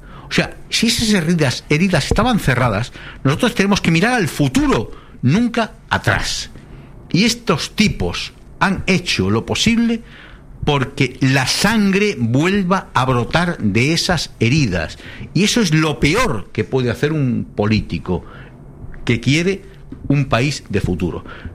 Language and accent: Spanish; Spain; nosotros somos españoles